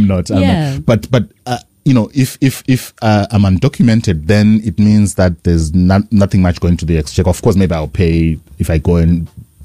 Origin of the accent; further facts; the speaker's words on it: Zimbabwe; moved away as an adult; I grew up in Zimbabwe, very comfortable middle class existence.